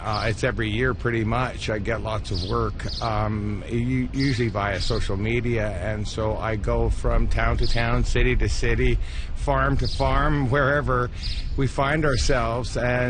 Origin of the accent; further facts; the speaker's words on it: England, United Kingdom; born there; moved away; I was born in England on Christmas Day.